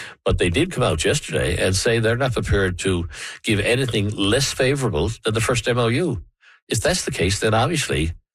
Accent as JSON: {"language": "English", "region": "Newfoundland and Labrador", "country": "Canada", "said": "this was really important to me as a Newfoundlander and a Labradorian."}